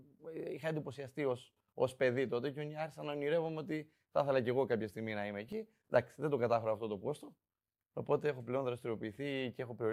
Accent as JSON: {"language": "Greek", "town": "Pompia", "region": "Crete", "country": "Greece", "tie": "born or raised there", "said": "Ναι, Ηράκλειο. Στην περιοχή της Μεσαράς συγκεκριμένα."}